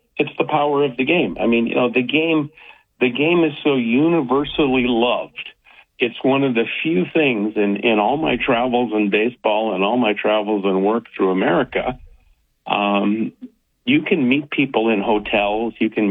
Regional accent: Canada; excuse me, we're visiting from Canada.

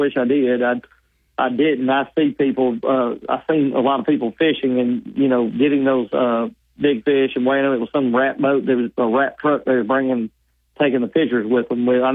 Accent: Camden, Arkansas, United States; I grew up in Camden, Arkansas, and I graduated from Fairview, and where we grew up was a little area called Frenchport. And Frenchport Landing was 2 miles from the house.

